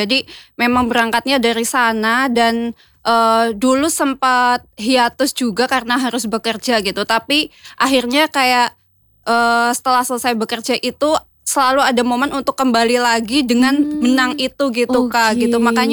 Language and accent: Indonesian; Kebumen, Central Java, Indonesia; aslinya dari Kebumen.